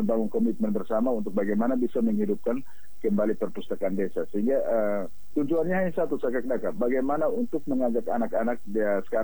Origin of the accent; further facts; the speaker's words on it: East Nusa Tenggara, Indonesia; born there; di tempat kelahiran saya di Kabupaten TTS